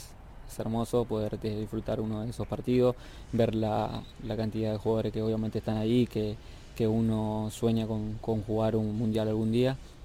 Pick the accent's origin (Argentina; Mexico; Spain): Argentina; moved away as an adult; now in United States; se vive acá en Estados Unidos, que bueno, yo vengo de Argentina y es muy diferente